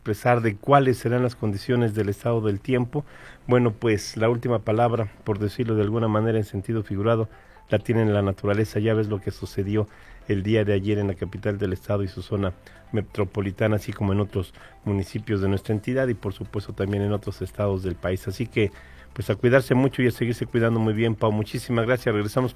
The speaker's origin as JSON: {"language": "Spanish", "region": "Hidalgo", "country": "Mexico", "said": "particularmente como hidalguenses, pero también como mexicanos"}